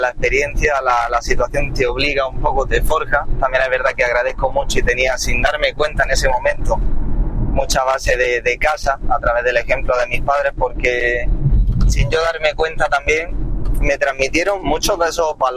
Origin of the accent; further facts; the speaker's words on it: Balanegra, Andalusia, Spain; Yo soy nativo de Valanegra.